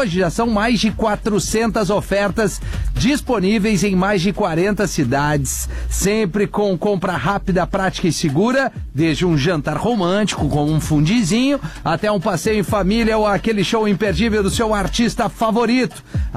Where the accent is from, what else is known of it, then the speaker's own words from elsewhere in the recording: Brasília, Federal District, Brazil; Brasília.